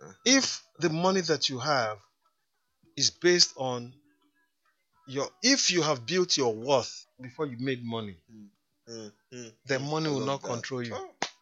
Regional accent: Kaduna, Kaduna State, Nigeria; born there; My dad had to slip my mom and I through the needle's eye to leave the north. Wow. I was born in Kaduna.

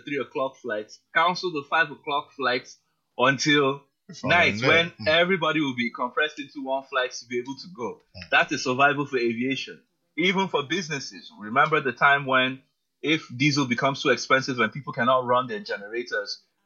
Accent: Nigeria

